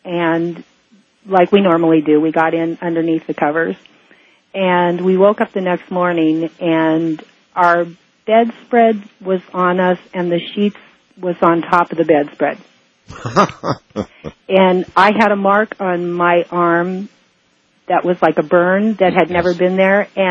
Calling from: Hawaii, United States; I'm calling from Hawaii.

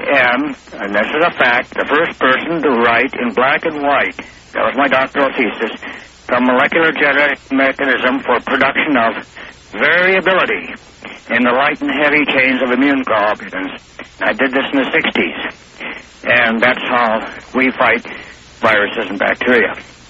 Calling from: Duluth, Minnesota, United States; I'm from Duluth, Minnesota.

